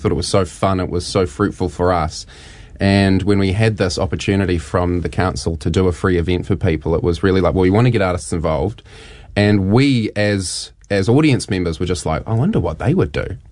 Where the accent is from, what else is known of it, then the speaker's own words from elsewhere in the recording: Christchurch, Canterbury, New Zealand; moved away; I grew up in Christchurch as well